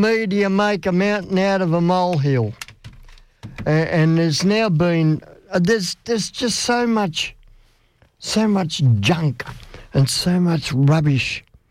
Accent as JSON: {"language": "English", "country": "Australia", "said": "we are Australian. I am an Aussie."}